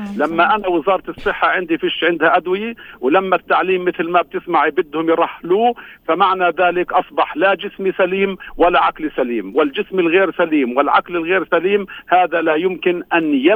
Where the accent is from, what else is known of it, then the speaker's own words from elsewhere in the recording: Palestine; إحنا كفلسطينيين